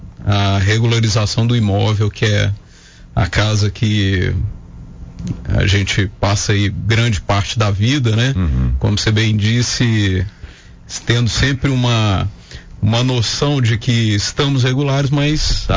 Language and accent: Portuguese; Coronel Fabriciano, Minas Gerais, Brazil; Sou formado aqui, fiz especialização fora, mas sou daqui de Fabriciano.